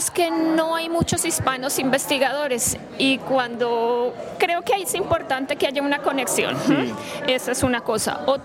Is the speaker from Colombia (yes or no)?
yes; Colombia; moved away as an adult; now in Columbia, Missouri, United States; Soy colombiana, sí.